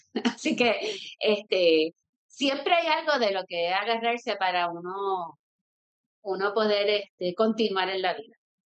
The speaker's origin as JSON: {"language": "Spanish", "town": "Caguas", "country": "Puerto Rico", "tie": "born or raised there", "also_born_or_lived": "Humacao", "said": "yo me crié en Caguas, pero después como que me mudé y no hubo como, no sé cómo decirlo."}